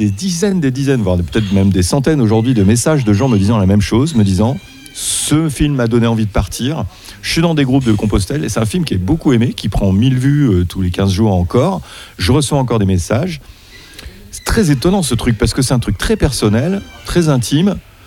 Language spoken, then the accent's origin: French; France; Je suis un Français occidental, blanc.